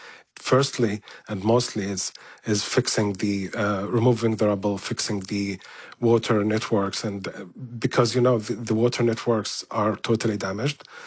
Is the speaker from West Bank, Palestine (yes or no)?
no; Gaza Strip, Palestine; English is a second language; moved away as an adult; I built a life there. I was born and raised and bred in the Gaza Strip all my life. I left 3 years ago, only after 2 months of the war.